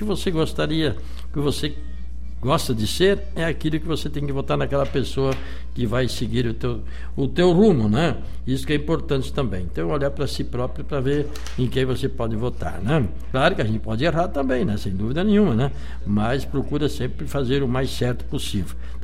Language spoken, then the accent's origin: Portuguese; Rio Grande do Sul, Brazil; Nós que somos do Rio Grande, né?